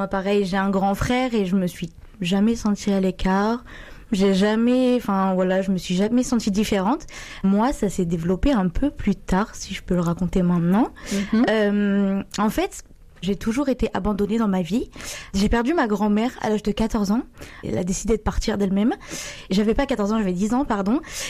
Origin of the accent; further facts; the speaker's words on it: Vienne, Nouvelle-Aquitaine, France; moved away as an adult; Du coup, moi, je suis de la Vienne.